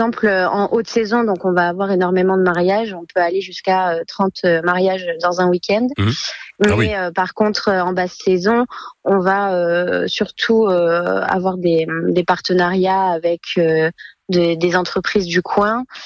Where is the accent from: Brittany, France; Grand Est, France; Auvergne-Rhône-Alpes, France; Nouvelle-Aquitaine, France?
Nouvelle-Aquitaine, France; Castandet; dans mon village natal, donc la commune de Castandé